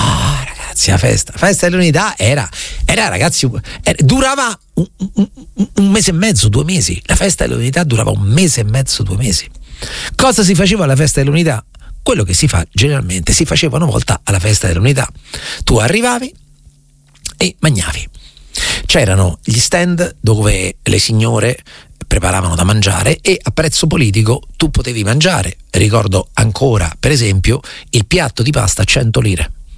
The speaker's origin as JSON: {"language": "Italian", "town": "Recanati", "region": "Marche", "country": "Italy", "tie": "born or raised there", "said": "io sono cresciuto nelle Marche e a Recanati, dove non c'era nulla"}